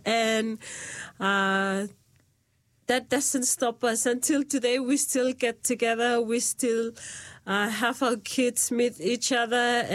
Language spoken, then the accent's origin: English; Bango, Shefa, Vanuatu; So I'm from Shewa province. As Janissa has said, Vanuatu has a big, Vanuatu is small yet big in a way that it has consists of 83 small islands. Shewa province, inside Shewa province, I came from a village called Bango.